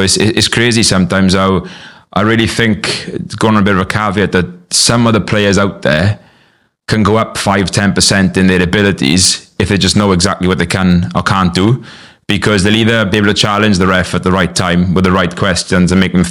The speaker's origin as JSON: {"language": "English", "town": "Glynneath", "region": "Wales", "country": "United Kingdom", "tie": "born or raised there", "said": "I know you introduced that I come from Glyneath."}